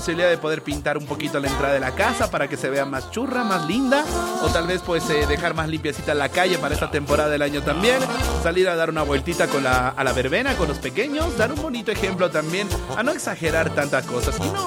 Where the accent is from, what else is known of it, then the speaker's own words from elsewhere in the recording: Bolivia; now in La Paz, Bolivia; nosotros como buenos bolivianos, paseños también